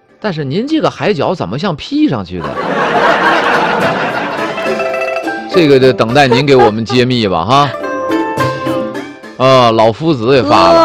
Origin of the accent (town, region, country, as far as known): Dandong, Liaoning, China; born or raised there